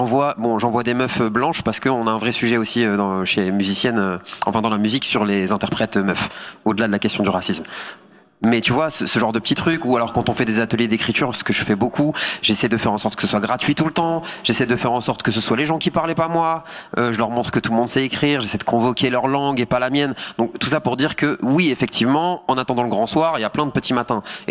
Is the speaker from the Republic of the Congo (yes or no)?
no; France; moi aussi j'ai grandi avec presque dans la Vendée, dans le nord de la France.